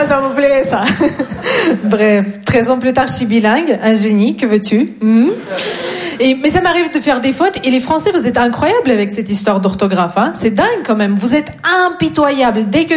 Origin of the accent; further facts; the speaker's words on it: Russia; French is a second language; moved away as an adult; now in France; Non, je viens de Russie.